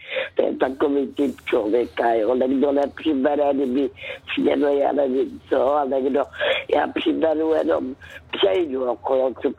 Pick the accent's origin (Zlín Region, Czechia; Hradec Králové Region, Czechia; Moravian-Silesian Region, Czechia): Zlín Region, Czechia; Karolinka; To já nevím, odkud pocházím, to je já dcerka z Valašska, která se narodila v Karolince, kde je hrozně pěkné, aspoň mi se tam vždycky líbilo. To není daleko od Vizovice.